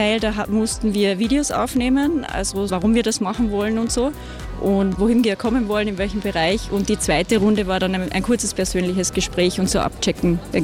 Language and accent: German; Velden, Carinthia, Austria; moved away as an adult; now in Vienna, Austria; Also ich komme ursprünglich aus Velden, bin aber dann wegen des Studiums nach Wien gegangen und bin jetzt eigentlich schon über 20 Jahre in Wien.